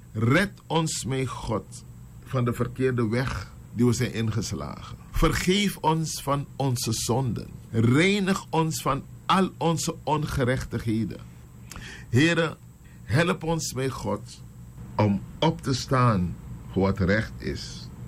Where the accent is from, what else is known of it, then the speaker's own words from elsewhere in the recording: Suriname; Heren, als Suriname zijn we ontwaakt. Als Surinamers is er vaderlandsliefde in ons.